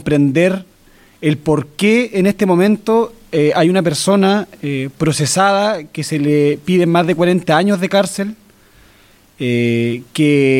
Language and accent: Spanish; Araucanía, Chile; yo también soy parte del LOF ROFUE, nacido y criado en el LOF ROFUE